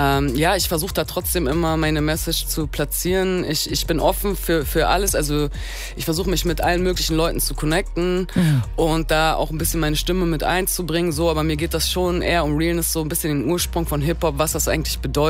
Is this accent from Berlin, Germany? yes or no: yes; Berlin, Germany; Ich komme auch aus Berlin